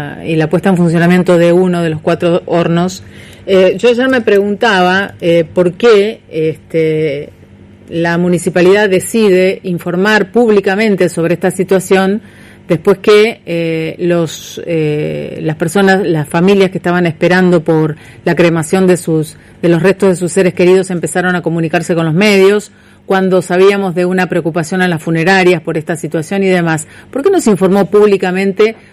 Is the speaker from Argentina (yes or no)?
yes; Santa Fe, Argentina